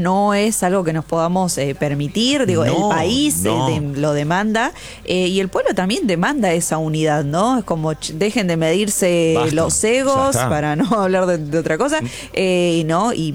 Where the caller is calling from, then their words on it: Puente La Noria, Buenos Aires Province, Argentina; de Puente La Noria.